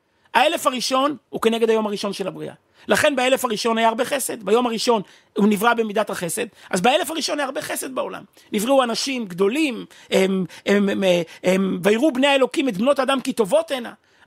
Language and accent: Hebrew; Kfar Chabad, Central District, Israel; אני גדלתי בבית הכנסת המרכזי, בכפר חבד